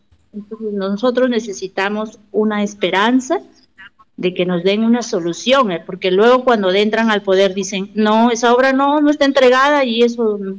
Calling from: Olmos, Lambayeque, Peru; Yo, como una ciudadana de Olmos de a pie, comerciante

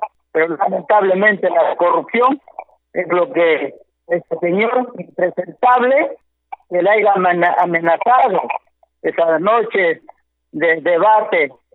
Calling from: Chimbote, Ancash, Peru; Yo llamo desde Chimbote y ese es el clamor también de muchos chimbotanos

